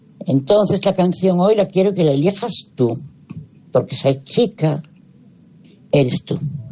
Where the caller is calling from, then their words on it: Ferrol, Galicia, Spain; de Ferrol.